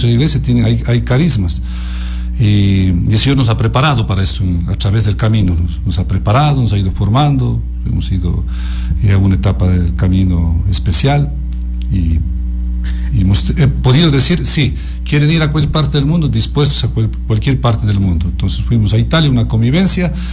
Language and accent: Spanish; Ecuador; moved away as an adult; now in Siberia, Russia; nosotros una familia como familia ecuatoriana